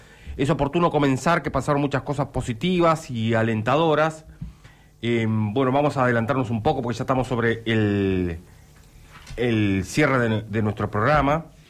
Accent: Argentina; nuestra celeste y blanca volvía a flamear tan libre como los argentinos que caminábamos por esas tierras largamente reclamadas.

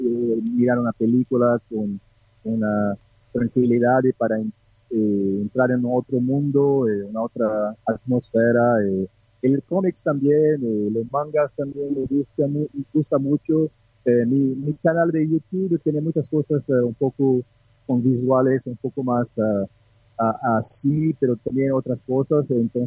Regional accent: Brazil; Spanish is a second language; now in France; directamente de Francia, pero soy brasileño

